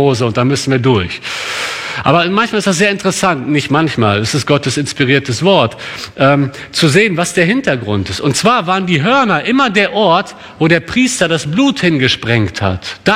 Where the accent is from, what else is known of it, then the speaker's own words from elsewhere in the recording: Cologne, North Rhine-Westphalia, Germany; Bei uns in Köln wird der Karneval groß gefeiert.